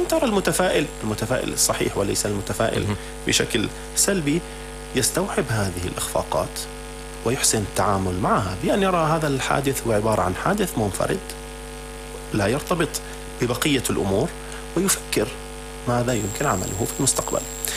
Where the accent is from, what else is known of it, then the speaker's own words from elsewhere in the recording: Syria; كلنا كسوريين بعد 14 سنة من المعاناة